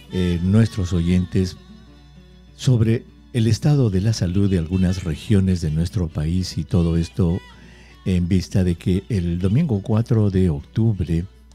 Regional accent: Recuay, Ancash, Peru; mi pueblo, de Recuay

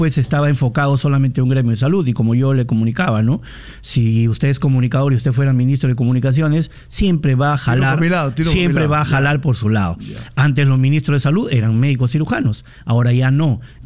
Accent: Loreto, Peru; sobre todo en mi región, yo soy de Loreto

